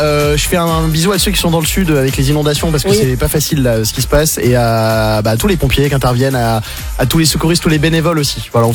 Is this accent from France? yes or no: yes; Saintes, Nouvelle-Aquitaine, France; Et j'ai passé mon enfance à dire que je venais de La Rochelle alors que c'était à 45 minutes de Sainte.